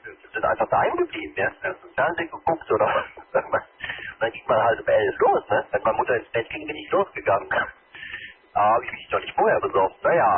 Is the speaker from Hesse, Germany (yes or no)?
yes; Frankfurt am Main, Hesse, Germany; Der ist ja irgendwo in Frankfurt am Main, wo ich herkomme, auch so ein Stück weit entstanden, der Techno, ne?